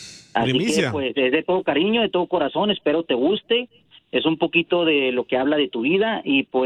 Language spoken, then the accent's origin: Spanish; Ciudad Juárez, Chihuahua, Mexico; now in Arizona, United States